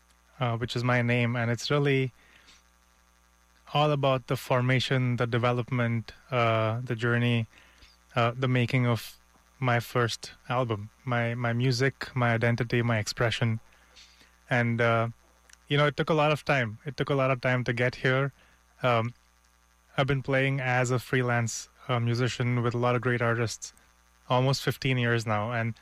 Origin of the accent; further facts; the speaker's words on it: India; moved away as an adult; also born or lived in Canada / Germany; my music growing up in India, my jazz studies in Canada and Germany